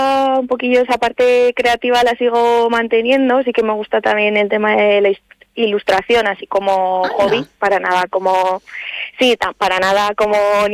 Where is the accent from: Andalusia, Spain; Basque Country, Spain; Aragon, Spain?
Aragon, Spain; Teruel; yo desde la infancia he nacido y he crecido aquí en Teruel. Es verdad que pues ya con 18, cuando te planteas qué hacer, qué estudiar y de qué quería trabajar, pues me fui a Zaragoza, fui a estudiar a la universidad.